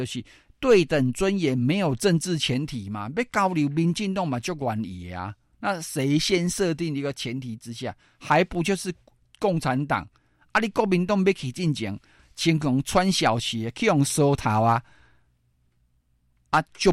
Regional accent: Taiwan; 包括就现在有我们台湾人去到中国的

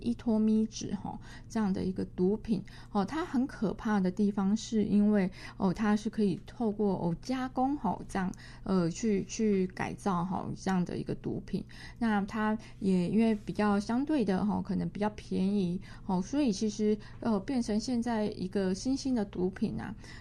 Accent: Taiwan; now in Kaohsiung, Taiwan; 我们台湾人

